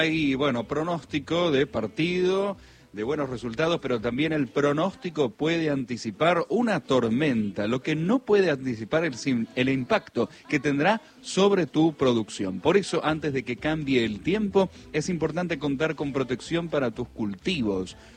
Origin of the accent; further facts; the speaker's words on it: San Martín de los Andes, Neuquén, Argentina; Aunque esté nevando acá, soy de San Martín de los Andes.